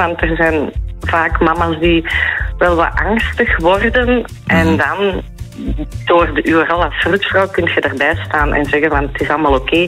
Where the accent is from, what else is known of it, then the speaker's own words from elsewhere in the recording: Flanders, Belgium; now in Ostend, Belgium; ik ben uit de Kempen afkomstig en ik ben verhuisd naar Oostende om daar vroedvrouw te zijn